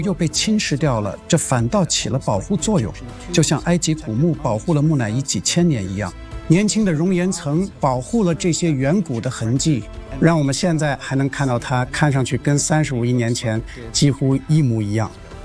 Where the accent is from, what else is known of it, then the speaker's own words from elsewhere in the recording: Canada; 我在加拿大长大，从小就接触户外露营，特别喜欢户外活动。